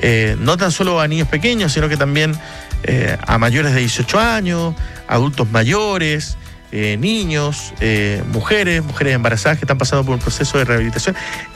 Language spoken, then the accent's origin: Spanish; Magallanes, Chile; Entonces, yo lo pongo acá porque, bueno, soy magallánico, conozco perfectamente esto